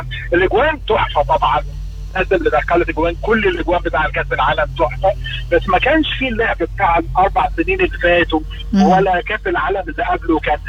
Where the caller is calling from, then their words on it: Egypt; أنا واحد مصري